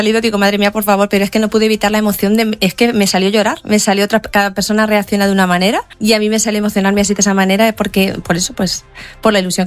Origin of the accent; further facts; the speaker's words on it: Albacete, Castilla-La Mancha, Spain; mis padres, los dos son de Albacete, mis cuatro abuelos son de Albacete, tengo toda la familia, hemos nacido aquí.